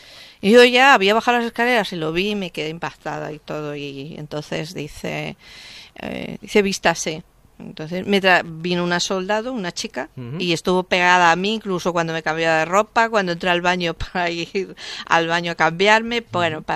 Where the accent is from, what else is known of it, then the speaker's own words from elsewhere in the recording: Spain; Además, yo soy también española, entonces